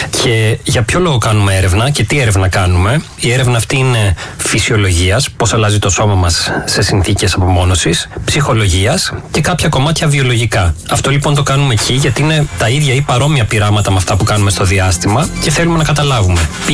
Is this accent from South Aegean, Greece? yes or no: no; Larissa, Thessaly, Greece; born or raised there; moved away as an adult; also born or lived in Athens